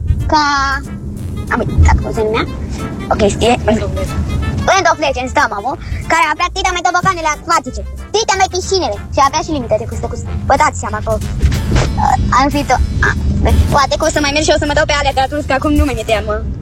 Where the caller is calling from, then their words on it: Constanța, Constanța County, Romania; din Constanța și am 8 ani